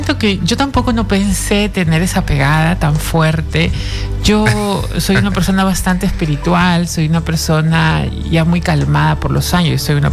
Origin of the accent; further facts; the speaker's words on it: Peru; yo soy peruana